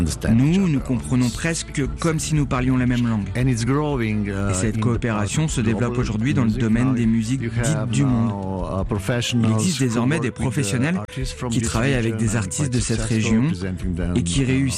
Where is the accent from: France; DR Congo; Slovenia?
Slovenia; on vient d'un petit pays, il faut être meilleur d'une certaine manière. Il ne faut pas être timide. Nous venons peut-être des Balkans, mais il ne faut pas nous sous-estimer.